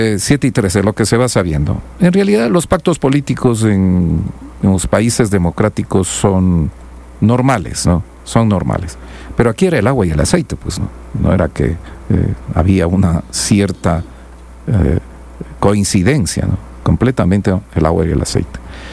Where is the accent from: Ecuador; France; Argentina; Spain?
Ecuador; Es lo que somos, quizás los ecuatorianos, en los actuales momentos